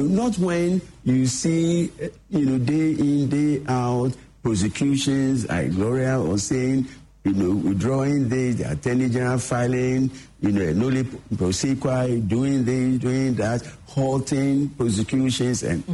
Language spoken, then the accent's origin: English; Ghana; There are certain things that, as a Ghanaian, I think we shouldn't make, you know, heavy weather off.